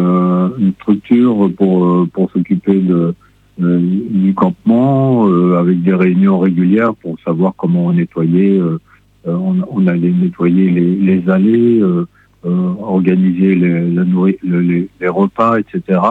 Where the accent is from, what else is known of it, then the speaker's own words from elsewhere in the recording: France; en tant que Français